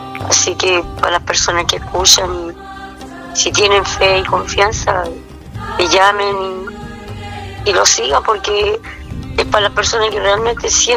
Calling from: Talcahuano, Biobío, Chile; Soy de Talcahuano.

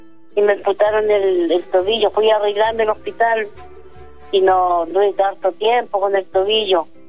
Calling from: Mulchén, Biobío, Chile; yo lo llamo de Molchen.

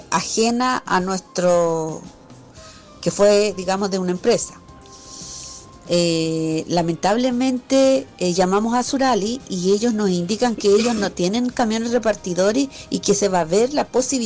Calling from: Chile; nosotros somos del sector de Mirasol. Casablanca, Volcán Osorno, Pasaje Miño.

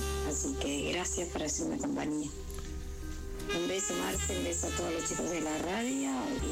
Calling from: Bella Vista, Argentina; de Bellavista.

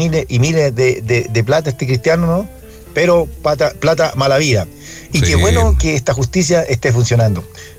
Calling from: Chile

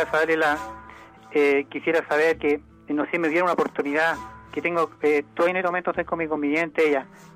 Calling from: Lonquimay, Araucanía, Chile; Lo estoy llamando acá en la novena región.

